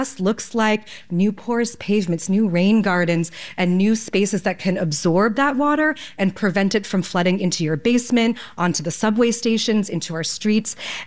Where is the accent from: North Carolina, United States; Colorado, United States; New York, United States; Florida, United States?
New York, United States; as a New Yorker